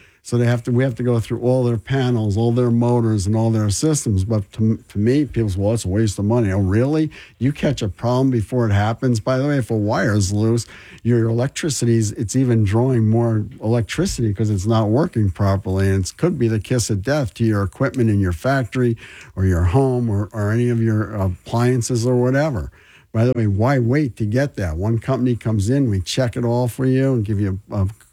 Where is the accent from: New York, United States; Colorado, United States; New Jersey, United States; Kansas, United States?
New Jersey, United States; moved away as an adult; now in South Jersey, United States; I'm from North Jersey, I moved to South Jersey or the shore area about 30 years ago.